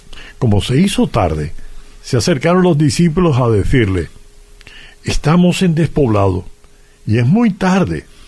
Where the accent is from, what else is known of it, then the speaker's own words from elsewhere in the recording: Cuba; moved away; No, en Cuba ya una vez que salí de Cuba.